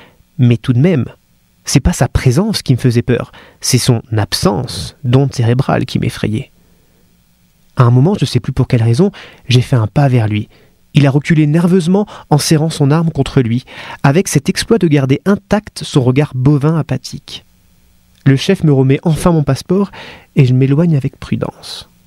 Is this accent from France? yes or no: yes; France; En France, on est des cons là-dessus.